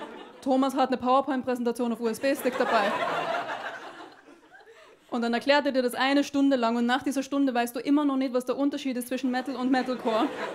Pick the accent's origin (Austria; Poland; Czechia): Austria; moved away as an adult; now in Berlin, Germany; Ich sage das bei mir am Anfang immer dazu, weil ich weiß, man hört es nicht so raus. Ich komme aus Österreich. Habe mich gut integriert. Ja. Na, ich wohne jetzt aber seit 2,5 Jahren in Berlin